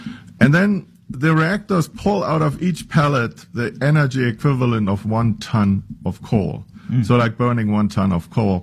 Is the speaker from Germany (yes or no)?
yes; Berlin, Germany; English is a second language; moved away as an adult; now in Las Vegas, United States; I was born and raised in Berlin. I went to school there. I got my PhD at the Institute for Radiation and Nuclear Physics. And after that, I came to the U.S. in 1994, and to Nevada, actually to Las Vegas at the time.